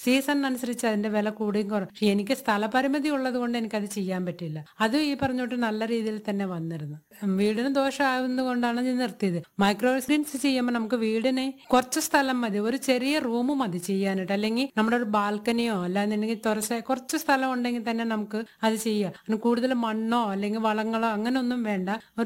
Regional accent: Andhra Pradesh, India; first language Tamil; Malayalam is a second language; moved away as an adult; now in Eloor, India; അല്ല, ജനനം കൊണ്ട് മലയാളിയല്ല. ഞാൻ ജനിച്ചു വളർന്നതൊക്കെ ആന്ധ്രയിലാണ്. പിന്നെ കല്യാണം കഴിച്ചിട്ട് വന്നത് കേരളത്തിലേക്കാണ്. ശരിക്കും എന്റെ മദർ ടാങ്ക് തമിഴാണ്.

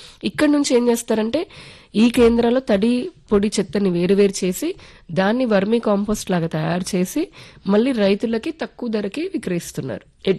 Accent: Andhra Pradesh, India; నేను ఆంధ్రప్రదేశ్ నుంచి ఉన్నాను కాబట్టి.

